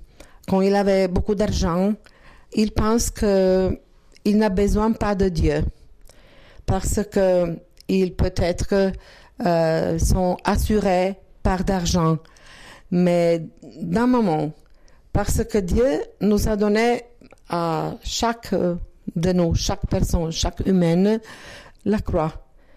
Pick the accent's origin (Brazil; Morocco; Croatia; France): Croatia; Zagreb, City of Zagreb; French is a second language; Nous viendrons de Zagreb, de capitale, et nous habitons à une petite paroisse, mais pas, pas petite. Il y a 7000 habitants.